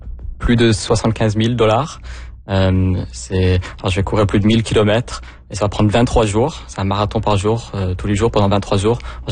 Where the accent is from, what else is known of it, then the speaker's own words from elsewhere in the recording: Halifax, Nova Scotia, Canada; Je suis né à Halifax. J'ai grandi à Halifax.